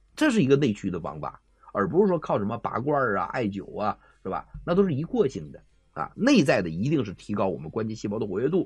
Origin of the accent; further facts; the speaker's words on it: China; 听说我是中国人，咱们中国在西方人眼里头是一个神秘的国家